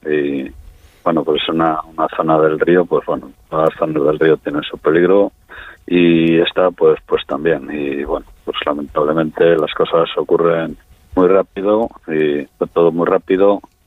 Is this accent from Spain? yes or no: yes; Venta de Baños, Castile and León, Spain; born there